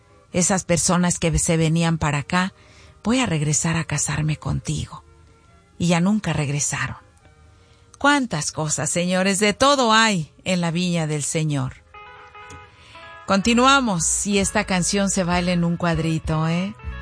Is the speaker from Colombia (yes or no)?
no; Zacoalco de Torres, Jalisco, Mexico; born there; moved away; de allá de mi pueblo de Zacualco de Torres, Jalisco.